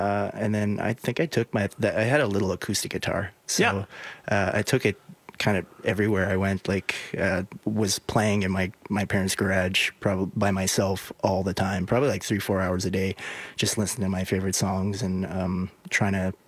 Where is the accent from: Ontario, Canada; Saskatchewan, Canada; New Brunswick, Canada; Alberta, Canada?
Alberta, Canada; Wabasca; So I grew up in Wabascad. It's about 3 hours north of Edmonton, a little small town, you know, a little bit of municipality, a little bit of reserve.